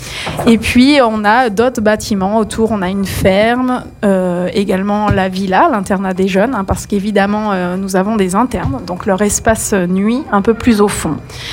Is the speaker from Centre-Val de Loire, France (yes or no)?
no; Auvergne-Rhône-Alpes, France; Alors même si je suis ardéchoise, je ne connaissais pas Saint-Barthélemy-Grozon. Et donc nous sommes partis de Priva.